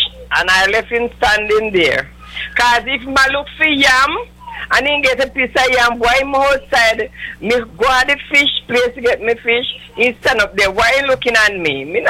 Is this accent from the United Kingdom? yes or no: no; Jamaica; moved away; I'm from Jamaica